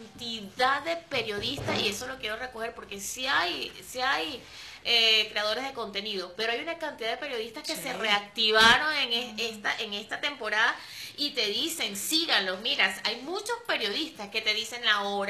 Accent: Puerto Píritu, Anzoátegui, Venezuela; nosotros somos de Puerto Píritu

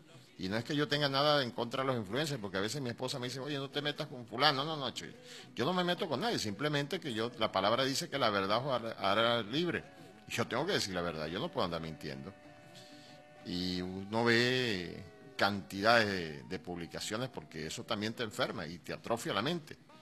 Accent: Venezuela; nosotros somos venezolanos y este país es de todos

